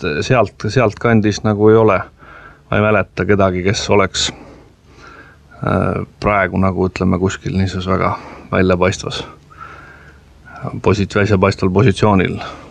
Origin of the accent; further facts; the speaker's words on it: Tallinn, Harju County, Estonia; No minu lapsepõlv möödus Lillekülas, nii et ma olen seal sündinud ja seal siis ka elanud kuni ülikooli minekun ja minu vanemad elasid seal kuni isa surmani 83. aastal, nii et siis ema kolis ka sealt ära, nii et ma olen nagu Lilleküla poiss